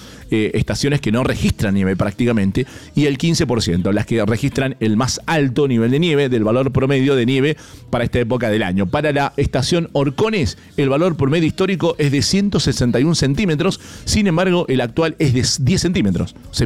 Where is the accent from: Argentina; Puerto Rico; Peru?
Argentina; somos argentinos.